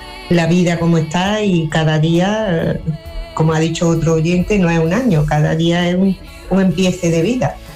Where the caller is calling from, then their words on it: Córdoba, Andalusia, Spain; Buenos días … de Córdoba.